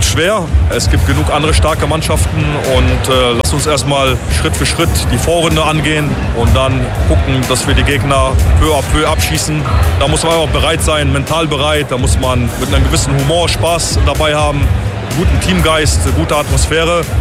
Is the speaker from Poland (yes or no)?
yes; Poland; Ich schau immer, wo ich herkomme. Ich komme aus Polen, aus dem Nix, vom Bolzplatz und sitze jetzt heute hier